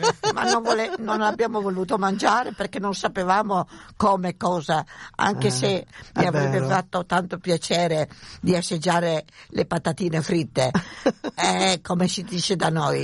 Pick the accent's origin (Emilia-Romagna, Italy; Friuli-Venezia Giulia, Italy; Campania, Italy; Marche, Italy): Friuli-Venezia Giulia, Italy; Trieste; now in Australia; quello che noi siamo scappati, si può dire, dopo la Seconda Guerra Mondiale da Trieste, specialmente da dove vengo io, è stata una cosa che, venendo qui in Australia, abbiamo dovuto accettare quello che l'Australia ci ha dato